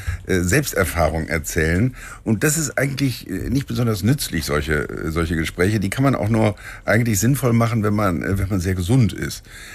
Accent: Rhineland, Germany; nein, ich bin Rheinländer, wir sind Norditaliener.

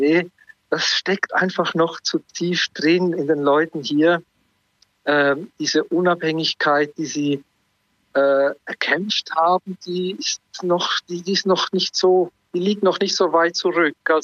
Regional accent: Switzerland; now in Iceland; da merke ich dann so als Schweizer

